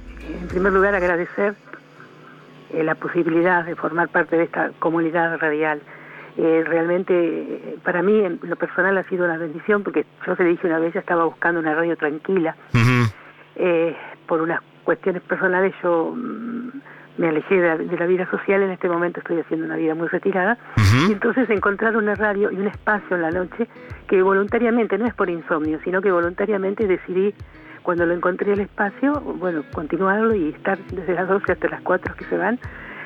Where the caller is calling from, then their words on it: Chascomús, Buenos Aires Province, Argentina; de Chascomús.